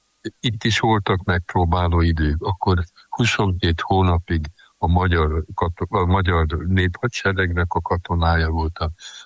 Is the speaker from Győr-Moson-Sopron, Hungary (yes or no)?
yes; Sopron, Győr-Moson-Sopron, Hungary; hát soproni vagyok